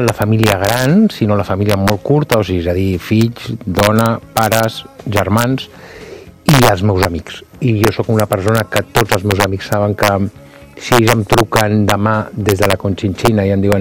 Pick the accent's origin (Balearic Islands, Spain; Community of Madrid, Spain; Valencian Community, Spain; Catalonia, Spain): Catalonia, Spain; Barcelona; vinc d'una família de classe mitja alta de la ciutat de Barcelona, molt clàssica i molt típica, no?